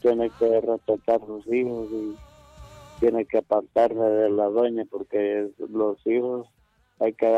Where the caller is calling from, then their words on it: San Miguelito, Honduras; Pues aquí de San Miguelito